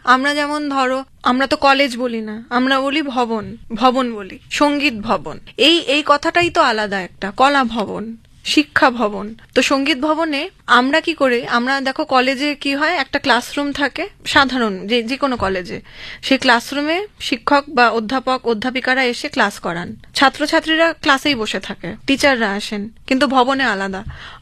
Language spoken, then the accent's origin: Bangla; West Bengal, India; first language Bengali; আমি বাঙালির মেয়ে, আমার মাতৃভাষা বাঙালি মানে বাংলা